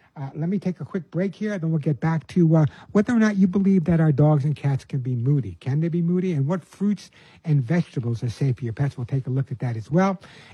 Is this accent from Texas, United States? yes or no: no; Bronx, New York, United States; also born or lived in Long Island; However, I grew up in the Bronx and Long Island. I know I have no accent anymore.